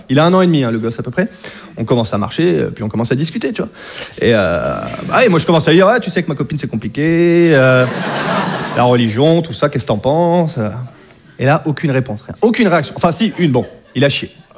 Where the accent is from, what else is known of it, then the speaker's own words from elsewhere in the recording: Normandy, France; C'est pas les Bretonnes et je viens de Normandie.